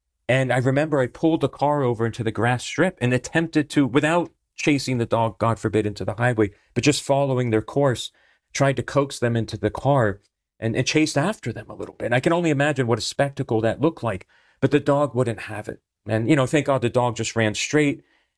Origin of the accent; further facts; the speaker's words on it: Pennsylvania, United States; I remember when I was in seminary, I was driving back from Boston to go home to Eastern Pennsylvania.